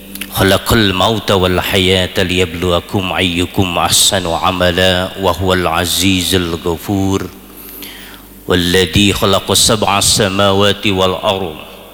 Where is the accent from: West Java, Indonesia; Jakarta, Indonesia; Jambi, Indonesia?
West Java, Indonesia; Bandung; saya dari Bandung, yang tentu ini adalah kali pertama saya menginjakan di Aceh